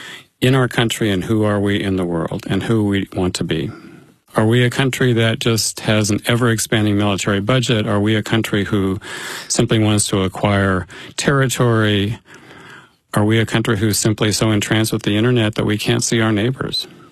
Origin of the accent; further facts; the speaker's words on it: Denver, Colorado, United States; When I grew up in Denver in the 1950s, all seemed relatively glorious.